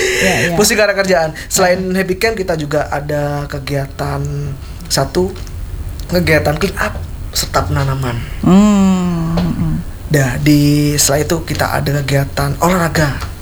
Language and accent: Indonesian; Jember, East Java, Indonesia; Alhamdulillah saya asli Jember.